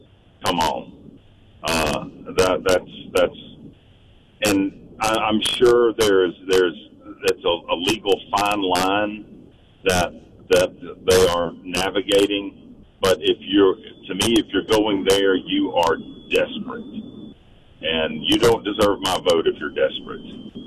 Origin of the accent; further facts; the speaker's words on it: Bessemer, Alabama, United States; moved away; my hometown of Bessemer